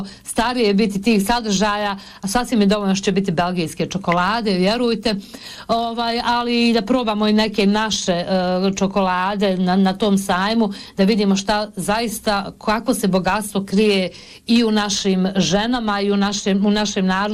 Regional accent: Bosnia & Herzegovina; jer mi smo ipak Bosanci, prvenstveno kafu, jel?

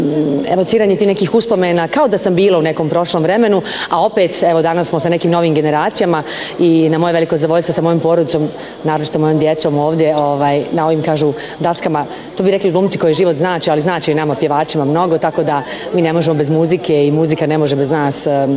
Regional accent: Ilidža, Federation of Bosnia and Herzegovina, Bosnia & Herzegovina; ja sam rođena Sarajka Iliđanka, tako da je to neraskidiva ljubav za cijeli život.

